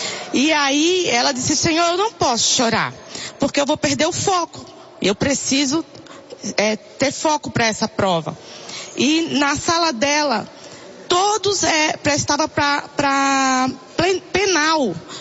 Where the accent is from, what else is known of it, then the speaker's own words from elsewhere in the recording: São Paulo, Brazil; eu sou aqui de São Paulo, capital, né?